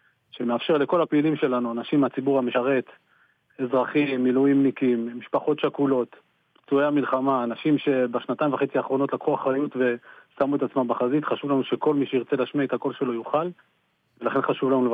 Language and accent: Hebrew; Tzohar, Southern District, Israel; now in Ra'anana, Israel; אני במקור, נולדתי וגדלתי שם, היום אני גר ברעננה.